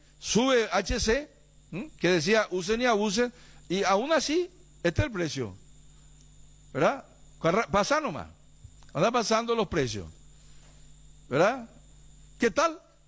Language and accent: Spanish; Paraguay; Pero yo tengo los tíos todos rubios. Entonces, esos somos los paraguayos. Somos hijos de nuestros, de los que nos hicieron víctimas.